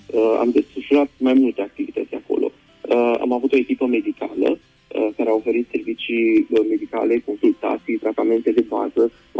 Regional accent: Romania; Noi venim din România cu scule profesionale, cu șuruburi pentru lemn, ca să putem lucra mai eficient.

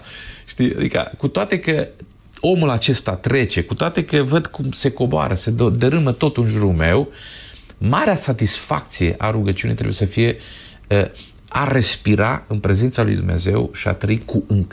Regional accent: Romania; now in Madrid, Spain; noi suntem români

